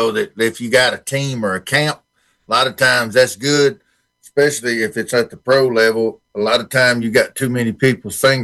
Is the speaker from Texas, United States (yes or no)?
yes; Texas, United States; I came from East Texas just trying to prove that I can follow directions.